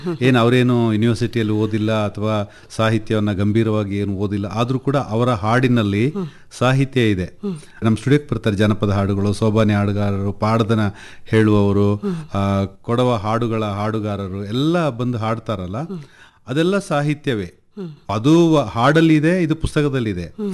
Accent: Koyanad, Karnataka, India; ನಮ್ಮ ಊರು ಕೊಯನಾಡಿನಲ್ಲಿ, ಅಲ್ಲೂ ಕೂಡ ನಾನು ಶಾಲೆ ಕಲಿತಾ ಇದ್ದೆ.

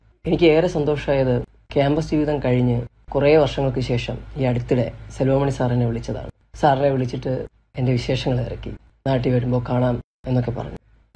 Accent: Balaramapuram, Kerala, India; തിരുവനന്തപുരം ബാലരാമരം സ്വദേശിയാണ്. ഞാൻ ഡിഗ്രി പഠിച്ചത് തിരുവനന്തപുരം യൂണിവേഴ്സിറ്റി കോളേജിലാണ്.

